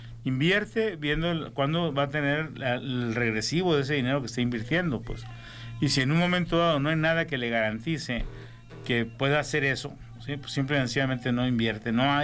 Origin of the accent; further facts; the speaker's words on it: Mexico; estamos como mexicanos